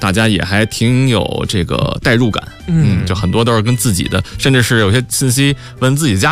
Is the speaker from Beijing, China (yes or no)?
yes; Beijing, China; 我是从小在交道口街道，就是南锣鼓巷那片，所以确实也不远，就关于自就这点地儿嘛，相当于是老城里这点地儿